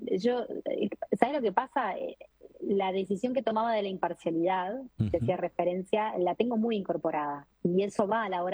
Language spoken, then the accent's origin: Spanish; Montevideo, Uruguay; Yo soy de Montevideo.